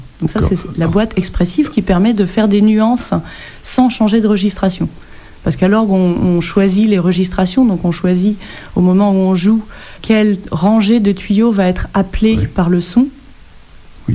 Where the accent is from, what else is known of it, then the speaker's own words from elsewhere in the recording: Normandy, France; Je suis originaire de Normandie.